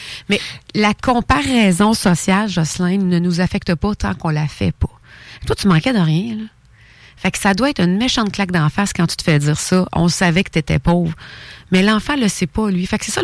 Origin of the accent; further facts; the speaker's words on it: Thetford Mines, Quebec, Canada; moved away as an adult; now in Quebec City, Canada; Moi, je viens de Thetford Mines.